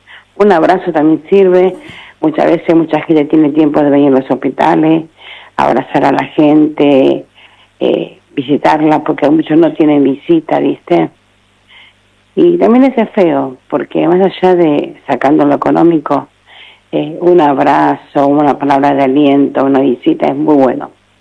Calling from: Buenos Aires, Argentina; Yo vivo en Caballito.

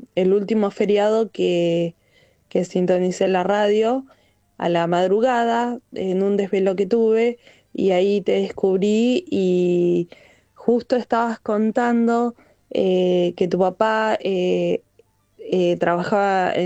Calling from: Viedma, Río Negro, Argentina; Hablo desde Viedma, Río Negro.

